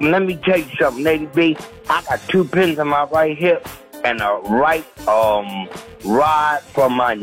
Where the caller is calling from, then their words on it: Florida, United States; down here in Florida.